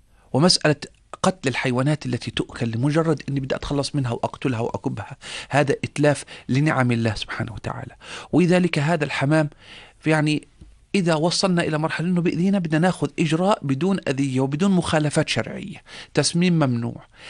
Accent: Jordan; عندنا في الأردن

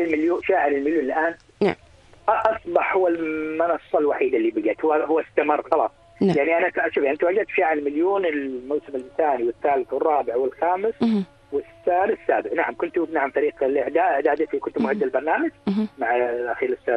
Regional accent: Jordan; أنا كأردنيين

